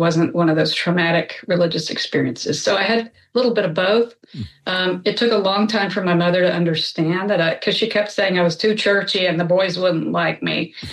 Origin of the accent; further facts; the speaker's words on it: Georgia, United States; accent: Southern; And they also taught me how to speak without a Southern accent. I'm from Georgia.